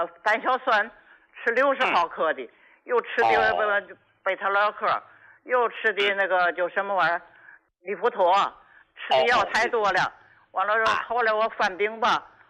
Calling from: Qinhuangdao, Hebei, China; 我是秦皇岛的。

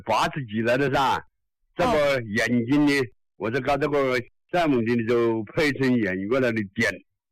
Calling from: Tianmen, Hubei, China; 我是天门金南

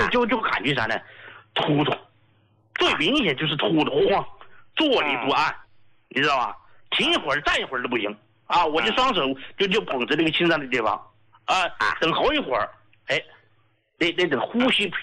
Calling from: Chongqing, China; 我是重庆的听众啊。

